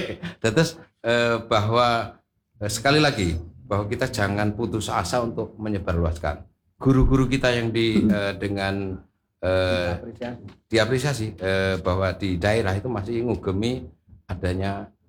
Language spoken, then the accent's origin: Indonesian; Java, Indonesia; sebagai pertanda bahwa kita orang Jawa memiliki bahasa Jawa dan tentunya punya aksara Jawa.